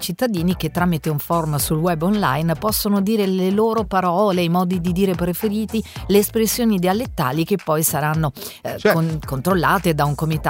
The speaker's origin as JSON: {"language": "Italian", "region": "Apulia", "country": "Italy", "said": "in quanto noi diversamente milanesi, io sono pugliese, tu stai a Roma, sei romano"}